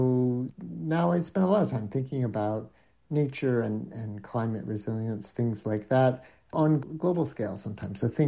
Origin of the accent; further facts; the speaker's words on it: North Carolina, United States; moved away as an adult; also born or lived in Massachusetts; I'm from North Carolina, the south of the U.S., and sort of fell in love with, you know, wild nature there, playing around in the southern Appalachians, sandhills, and then actually lived a bit in Massachusetts